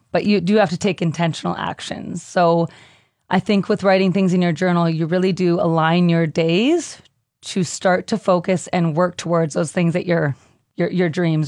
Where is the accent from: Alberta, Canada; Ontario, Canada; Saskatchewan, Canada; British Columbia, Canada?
Ontario, Canada; Thunder Bay; I grew up in Thunder Bay.